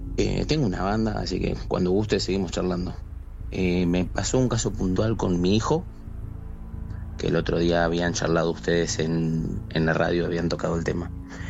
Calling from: Belén de Escobar, Buenos Aires Province, Argentina; soy de Escobar.

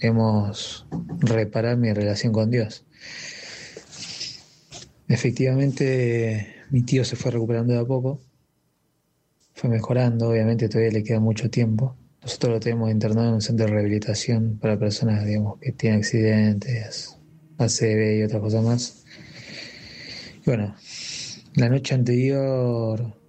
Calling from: Rosario, Santa Fe, Argentina; de Rosario.

